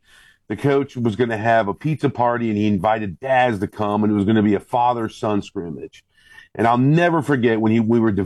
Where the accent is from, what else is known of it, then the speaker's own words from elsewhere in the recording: Illinois, United States; Grew up, born and raised in Northern Illinois.